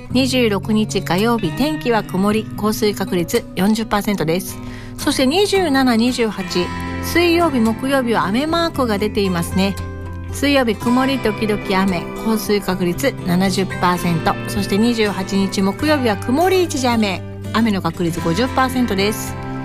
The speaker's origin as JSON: {"language": "Japanese", "region": "Aichi", "country": "Japan", "tie": "born or raised there", "moved": "yes", "said": "愛知はね、自分の実家があるので"}